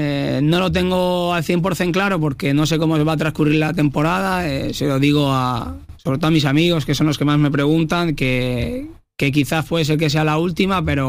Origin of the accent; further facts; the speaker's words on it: Crevillent, Valencian Community, Spain; por suerte vivo muy cerca y soy de aquí al lado